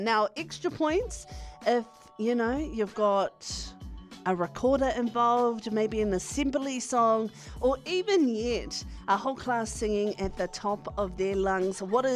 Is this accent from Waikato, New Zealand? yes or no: yes; Te Awamutu, Waikato, New Zealand; Back when I grew up in Te Awamutu